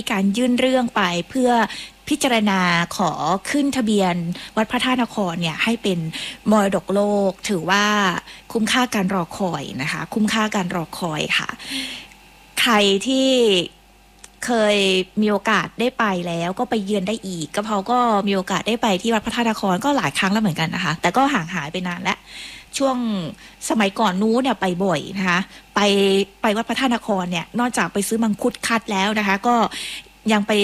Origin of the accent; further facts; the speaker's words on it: Southern Thailand, Thailand; สำหรับพวกเราคนไทยแล้วก็พวกเราชาวใต้ด้วย